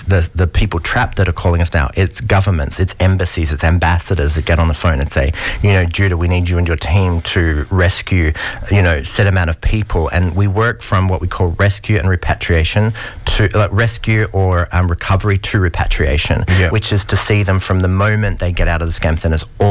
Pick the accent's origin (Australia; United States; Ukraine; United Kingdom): Australia; Perth, Western Australia; moved away as an adult; now in Thailand; I'm actually from Perth. I went to a school, Thornleigh Christian College, now known as Providence.